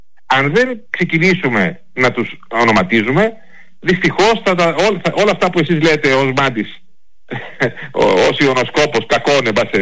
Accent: Greece

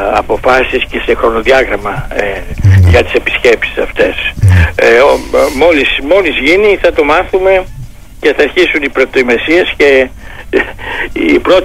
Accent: Greece

